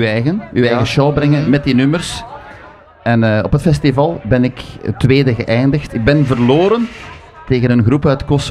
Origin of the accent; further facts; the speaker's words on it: Aalst, East Flanders, Belgium; Ik ben van Aalst. En in Aalst zijn de supporters allemaal supporter van Eendracht Aalst.